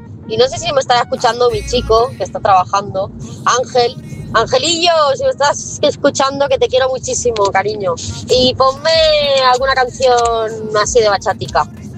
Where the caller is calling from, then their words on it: Tarragona, Catalonia, Spain; de Tarragona.